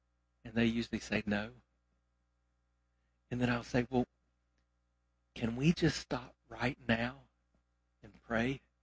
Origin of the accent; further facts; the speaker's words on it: South Carolina, United States; And by the way, I grew up in South Carolina, and the Tigers who are playing here in Tampa, I've been cheering for them since I was a little boy.